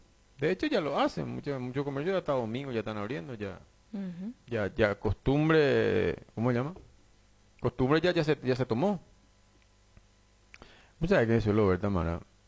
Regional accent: Paraguay

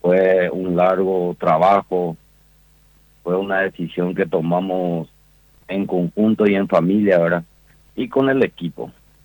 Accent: Carmelo Peralta, Alto Paraguay, Paraguay

